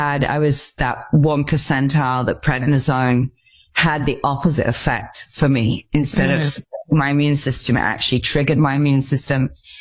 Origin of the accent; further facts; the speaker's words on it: Stratford-upon-Avon, West Midlands, United Kingdom; I decided to leave Mexico go back to England because I'm obviously from Stratford-upon-Avon in England. You can tell by my accent. And so I decided to go home to England